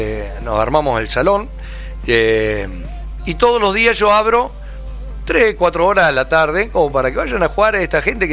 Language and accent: Spanish; Argentina; me gusta jugar al truco, ¿viste? Como todo argentino.